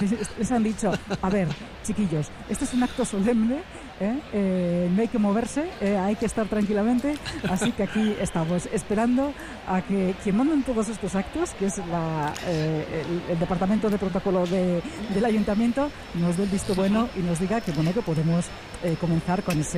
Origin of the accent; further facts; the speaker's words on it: Vitoria, Basque Country, Spain; yo que soy también de Vitoria, de siempre, es decir, yo nací en Vitoria, he vivido aquí.